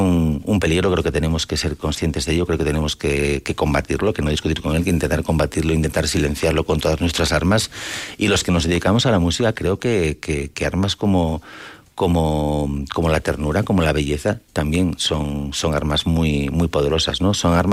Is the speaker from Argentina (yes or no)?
no; Gijón, Asturias, Spain; en Ubión, Asturias, de donde vengo yo